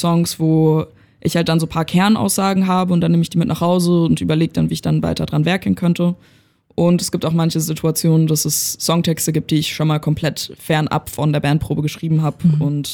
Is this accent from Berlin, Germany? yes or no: yes; Berlin, Germany; Also ich meine, wir kommen halt aus Berlin und haben hier unsere Wurzeln geschlagen.